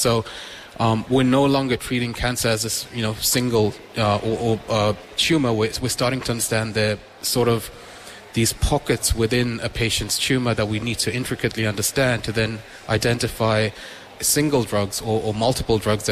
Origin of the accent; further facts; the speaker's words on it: South Africa; now in Brisbane, Australia; It was 2 a.m. at a hospital, and I grew up in South Africa